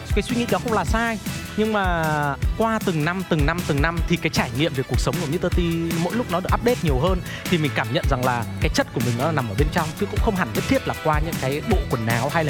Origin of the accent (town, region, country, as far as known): Northern Vietnam, Vietnam; born there; moved away as an adult; now in Ho Chi Minh City, Vietnam